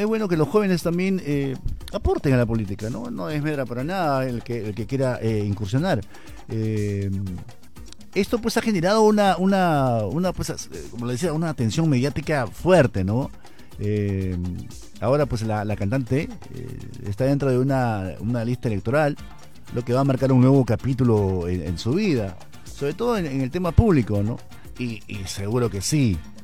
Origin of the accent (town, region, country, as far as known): Peru